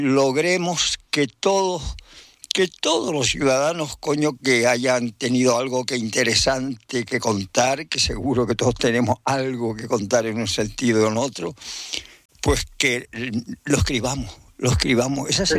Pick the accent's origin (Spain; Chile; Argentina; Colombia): Spain; Guatiza, Canary Islands; born there; moved away; Y yo lo que me apetecía es ir a Guatiza, a mi pueblo natal, y ayudar allí a mi tío Marcial, a mi abuelo